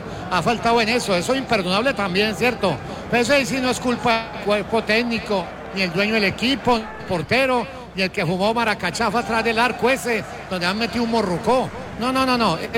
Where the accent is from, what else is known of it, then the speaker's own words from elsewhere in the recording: Venezuela; born there; also born or lived in Colombia; en mi patria, en mi patria Venezuela, donde yo nací, que es Colombia, que es mi patria igual